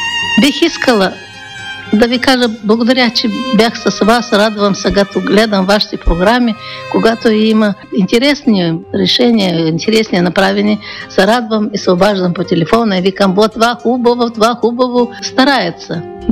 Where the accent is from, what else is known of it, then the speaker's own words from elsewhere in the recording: Bolhrad, Odesa Oblast, Ukraine; защото аз съм от Болград, а там ние знаем и български, гагаузски, украински, и руски, и молдавски.